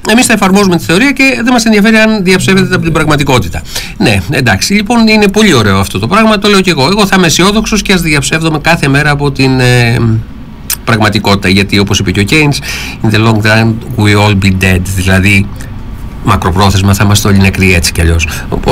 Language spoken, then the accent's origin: Greek; Greece